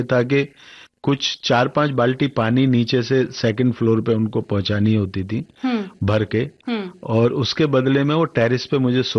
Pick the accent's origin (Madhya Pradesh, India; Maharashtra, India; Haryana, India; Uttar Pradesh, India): Haryana, India; Palwal; तो मैं गांव में रहता था, पलवल के पास मेरा गांव है